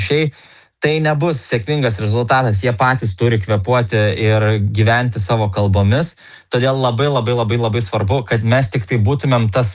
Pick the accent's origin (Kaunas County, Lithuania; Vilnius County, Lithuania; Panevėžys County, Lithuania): Panevėžys County, Lithuania; Panevėžys; Aš pats esu iš Panevėžio